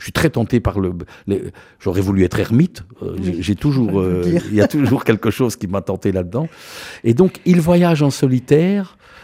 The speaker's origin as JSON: {"language": "French", "town": "Marloie", "region": "Wallonia", "country": "Belgium", "tie": "born or raised there", "said": "à Marlois précisément, la terre de ma terre natale"}